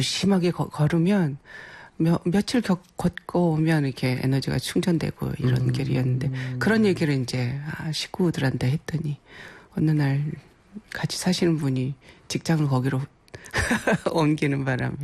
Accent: Seungju County, South Jeolla, South Korea; moved away; also born or lived in Jeju; 승주 제 고향이

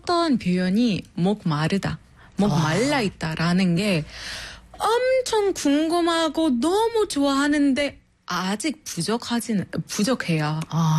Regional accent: Egypt; Korean is a second language; now in South Korea; 이집트에서 온

